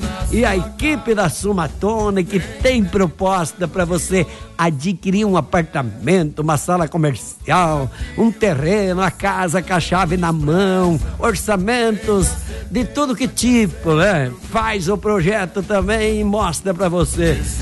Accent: Rio Grande do Sul, Brazil; Mas o que, que é isso, Pedro? Eu também sou gaúcho.

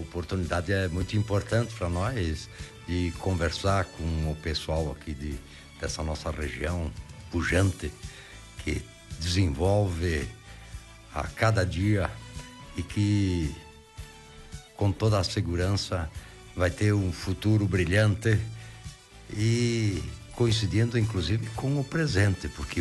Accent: Concórdia, Santa Catarina, Brazil; eu sou filho de agricultor, eu nasci em Concórdia e durante o período que eu morava lá em Concórdia, nós somos uma família grande, uma família de 11 irmãos.

